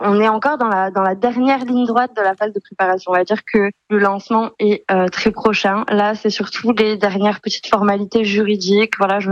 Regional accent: Pau, Nouvelle-Aquitaine, France; now in Mont-de-Marsan, France; moi, je vis sur Mont-de-Marsan. Je suis originaire de Pau, une paloise.

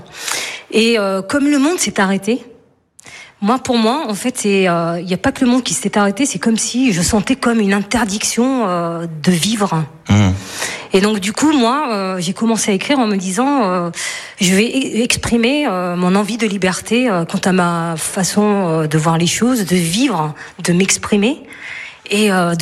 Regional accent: Limoges, Nouvelle-Aquitaine, France; born there; Je viens de Limoges. Je suis née à Limoges.

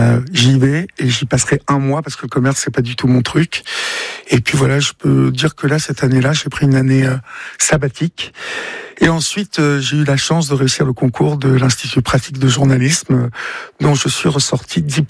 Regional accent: Évreux, Normandy, France; Oui, mais il faut que vous sachiez une chose, c'est que j'ai grandi à Évreux, et Évreux est une ville extrêmement compliqué.

